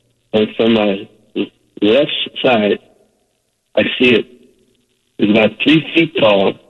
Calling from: Garfield Heights, Ohio, United States; I live in Garfield Heights, a suburb of Cleveland.

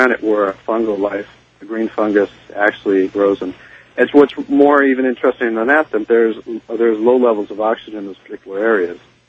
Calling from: Los Angeles, California, United States; from Los Angeles

